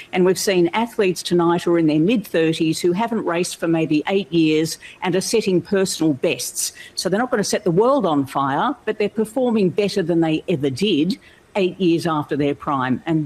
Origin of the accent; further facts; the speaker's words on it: Australia; I come from Australia.